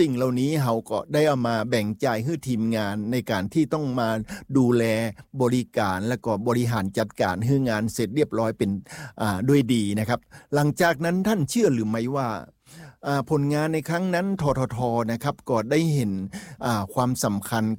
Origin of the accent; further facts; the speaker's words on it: Lamphun, Thailand; now in Chiang Mai, Thailand; ผมในฐานะเป็นคนจังหวัดลำปูนนะครับได้ไปอยู่จังหวัดเชียงใหม่เรียนจากเชียงใหม่อยู่เชียงใหม่แล้วก็ประกอบอาชีพในจังหวัดเชียงใหม่